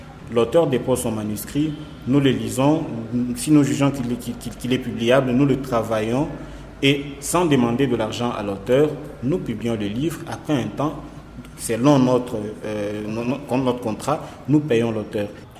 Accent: Kolwezi, Lualaba, DR Congo; moved away as an adult; also born or lived in Lubumbashi; Et donc, je suis né à Kolwezi, j'ai grandi à Kolwezi. Et puis, en 2014, j'ai quitté Kolwezi, la laissant au statut de ville. Et je suis venu à Lubumbashi étudier.

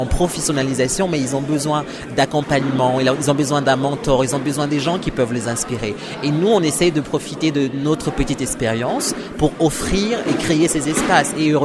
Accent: DR Congo; Par exemple, je suis un artiste et je vis de l'art et je suis congolais.

